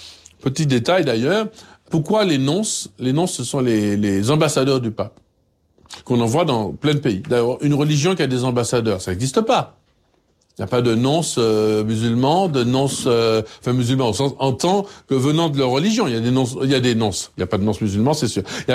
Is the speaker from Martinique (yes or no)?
yes; Martinique; Ce que je dis là, c'est pas en tant que Martiniquais seulement.